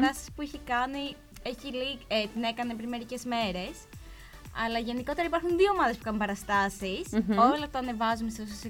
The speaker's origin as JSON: {"language": "Greek", "town": "Athens", "region": "Attica", "country": "Greece", "moved": "yes", "lives_now": "Xanthi, Greece", "said": "Εγώ προσωπικά που είμαι από Αθήνα δεν το έχω δει αυτό."}